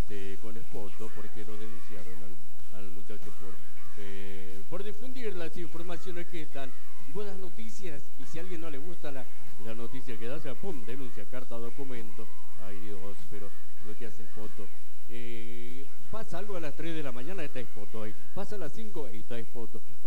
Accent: Argentina; Como argentinos tenemos que apoyar

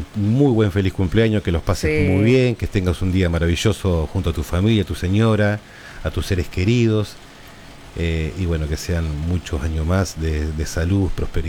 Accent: Argentina; No, no soy de todos lados, soy argentino.

